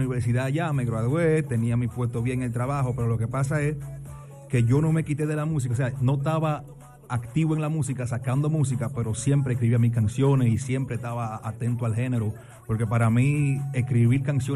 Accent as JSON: {"language": "Spanish", "country": "Switzerland", "tie": "born or raised there", "accent": "Dominican", "said": "yo nací y me crié en Suiza. Mi padre es suizo y yo nací y me crié allá."}